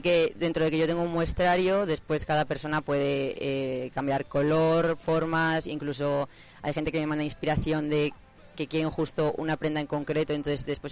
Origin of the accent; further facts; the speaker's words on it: Ólvega, Castile and León, Spain; now in Madrid, Spain; a mí siempre me encanta volver a mi tierra